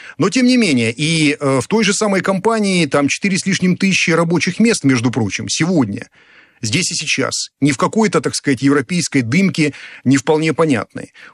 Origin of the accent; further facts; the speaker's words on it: Rostov-on-Don, Rostov Oblast, Russia; Я сам ростовчанин. Я родился в Ростове-на-Дону.